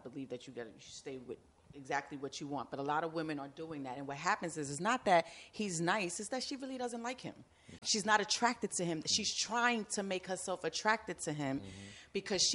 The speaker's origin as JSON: {"language": "English", "town": "New York City", "region": "New York", "country": "United States", "tie": "born or raised there", "said": "I grew up in Edenwald Project."}